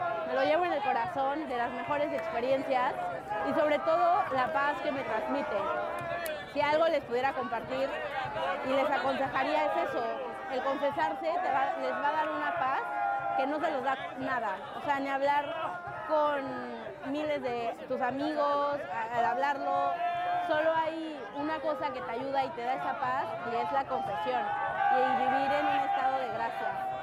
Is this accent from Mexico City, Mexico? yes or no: yes; Mexico City, Mexico; vengo de la Ciudad de México, es mi primera vez aquí en Medjugorje